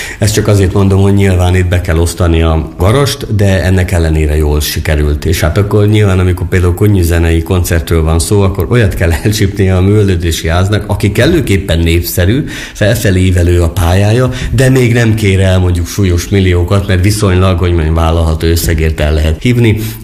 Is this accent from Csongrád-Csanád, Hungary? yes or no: no; Széphalom, Borsod-Abaúj-Zemplén, Hungary; ráadásul én Széphalomról jövök